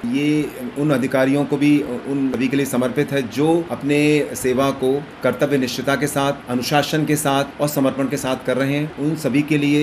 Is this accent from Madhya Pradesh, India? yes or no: yes; Gwalior, Madhya Pradesh, India; मैं ग्वालियर से हूँ